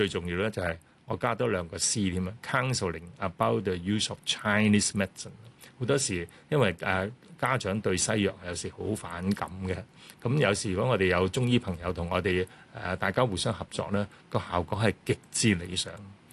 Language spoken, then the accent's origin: Cantonese; Hong Kong; 我哋香港人